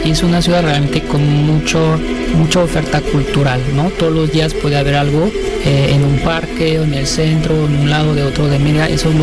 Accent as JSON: {"language": "Spanish", "country": "France", "second_language": "Spanish", "moved": "as an adult", "lives_now": "Mexico", "said": "yo soy procedente de Francia. Llegué a México hace alrededor de 15 años y he recorrido pues ya muchos estados del país como gerente de hotel."}